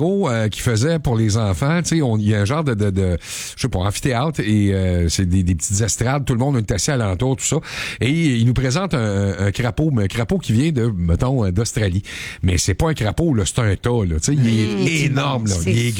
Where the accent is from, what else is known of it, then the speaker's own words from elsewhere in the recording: Quebec, Canada; chez nous au Québec